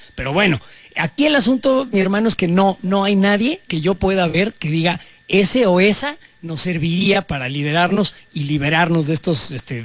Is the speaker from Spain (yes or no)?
no; Mexico; now in United States; México es mi primera nación. Yo creo que en mis amores y cariños en segundo estaría España. Y luego está el país que me da cobijo y donde vivo